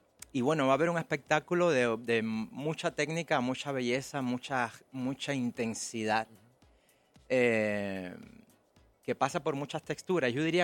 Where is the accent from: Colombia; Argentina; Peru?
Peru; Y el resto peruanos, sí, la mayoría somos peruanos. Y yo que soy de varios lugares.